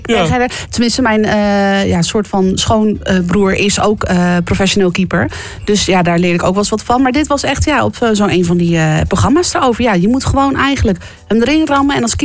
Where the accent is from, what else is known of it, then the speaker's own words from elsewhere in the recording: Utrecht, Netherlands; ik ben een echte Utrechter.